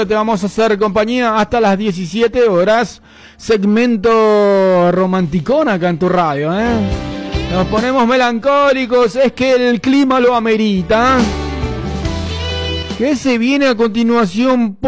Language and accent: Spanish; Paraguay; Yo soy paraguayo, de pura cepa, papá.